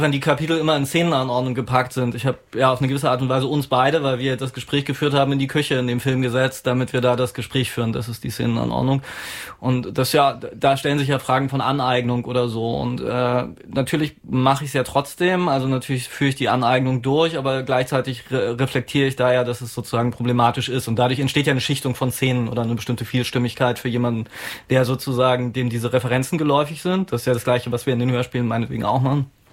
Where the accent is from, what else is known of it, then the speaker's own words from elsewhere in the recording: East Germany, Germany; ich bin ja auch Ostdeutscher